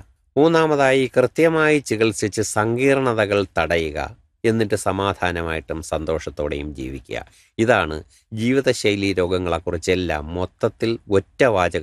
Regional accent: Kerala, India

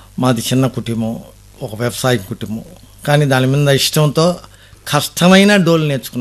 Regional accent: Nellore district, Andhra Pradesh, India; also born or lived in Tirupati; నాది నెల్లూరు జిల్లాలో కోట మండలం నెల్లూరుపల్లి కొత్తపాలెం సార్.

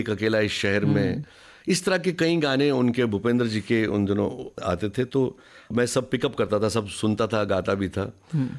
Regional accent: Jammu and Kashmir, India; बोले कहाँ से आए? मैं बोला कश्मीर से आया हूँ।

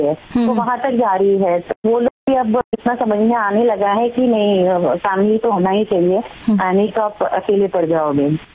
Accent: Raipur, Chhattisgarh, India

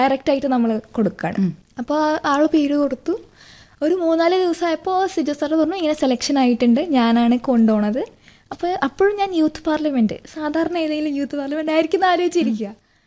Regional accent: Kerala, India; ഞാൻ പറഞ്ഞു, ഞാൻ മലയാളിയാണ്, കണ്ടാൽ തോന്നിട്ടുണ്ടെങ്കിൽ എനിക്ക് ഹിന്ദി അറിയാം.

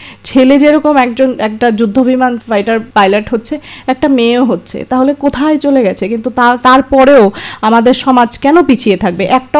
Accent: India

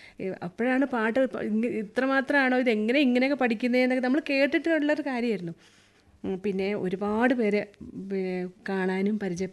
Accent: Kozhikode district, Kerala, India; moved away as an adult; now in Idukki, India; ഞാൻ പഠിച്ചത് വളർന്നില്ല കോഴിക്കോട് ജില്ലയിൽ.

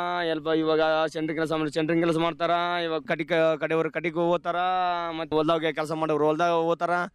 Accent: Eganur, Karnataka, India; ನಮ್ಮ ಈಗನೂರಿಗೆ ಅಂದ್ರೆ ರಾಯಚೂರ್ಲಿಂದ ಅಂದ್ರೆ 8 ಕಿಲೋಮೀಟರ್.

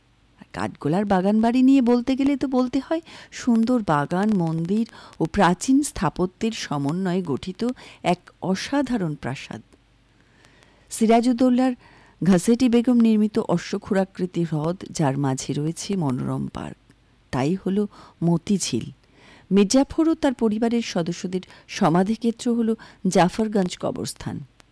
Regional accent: Murshidabad, West Bengal, India; born there; আমরা মুর্শিদাবাদে জন্মেছি, আমরা মুর্শিদাবাদে বাস করি।

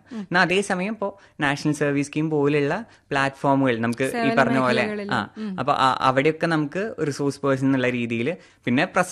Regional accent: Poolamanna, Kerala, India; ഞാൻ എന്റെ സ്വദേശം നേരത്തെ സൂചിപ്പിച്ച പോലെ പാണ്ടിക്കാട് അടുത്തുള്ള പൂളമണ്ണയിലാണ്.

